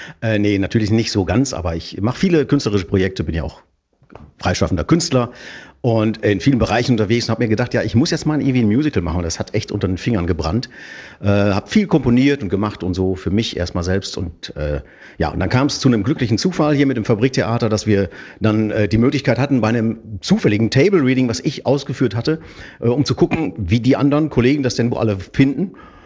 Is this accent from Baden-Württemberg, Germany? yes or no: no; Nordwalde, North Rhine-Westphalia, Germany; ich komme aus Nordwalde tatsächlich